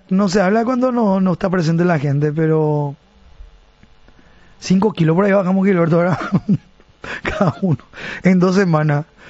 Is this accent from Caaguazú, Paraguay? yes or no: no; Limpio, Central, Paraguay; Yo soy norteño … de Limpio, del Tapo A, Paraguay.